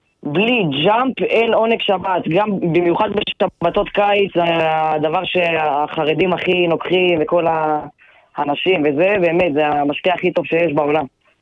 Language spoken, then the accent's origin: Hebrew; Jerusalem, Jerusalem District, Israel; אני מירושלים.